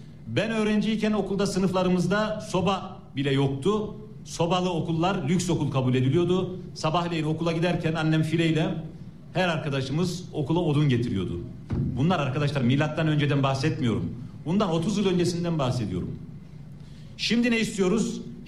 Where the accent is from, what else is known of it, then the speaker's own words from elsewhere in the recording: Rize, Turkey; born there; Ben Rize'de öğrenciyken